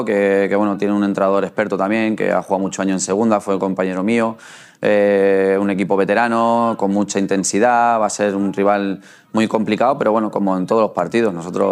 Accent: Barcelona, Catalonia, Spain; now in Seville, Spain; No soy de aquí, soy de Barcelona, pero como llevo mucho tiempo aquí es como si lo fuera.

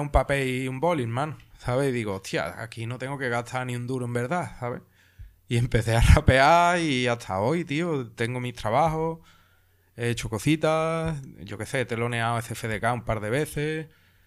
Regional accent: El Cuervo, Andalusia, Spain; Tengo 32 años, llevo haciendo música desde 2009 aproximadamente. Yo soy del Cuervo, de Sevilla, un pueblecito, el último de la provincia.

